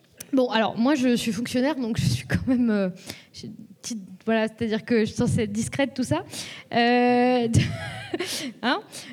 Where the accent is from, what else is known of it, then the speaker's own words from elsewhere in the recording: Lyon, Auvergne-Rhône-Alpes, France; moi, à la base, je viens de Lyon.